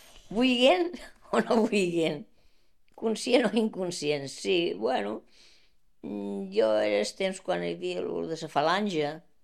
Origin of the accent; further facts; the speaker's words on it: Balearic Islands, Spain; born there; Jo, de Menorca, jo he nascut a Menorca, però a mi m'ha agradat molt tot el Louis Vicent.